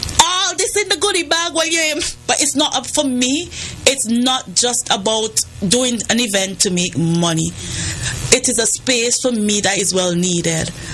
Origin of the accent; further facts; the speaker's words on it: Montserrat; now in Antigua; I'm from Montserrat